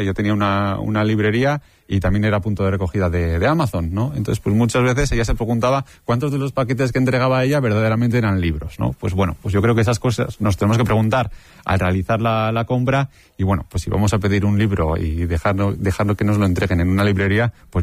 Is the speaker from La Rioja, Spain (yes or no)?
no; Estella, Navarre, Spain; Sí, pues sí, precisamente en Estella, pues muy ligada al comercio, ¿no?